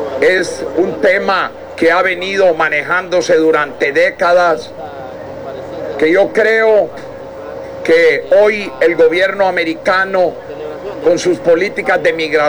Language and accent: Spanish; Honduras; pero aquí, como hondureños, estamos para hacer lo mejor por ellos.